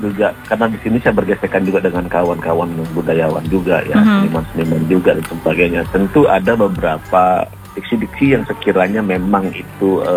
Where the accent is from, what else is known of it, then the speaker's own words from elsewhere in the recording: West Nusa Tenggara, Indonesia; budaya kita, Sasak kita ini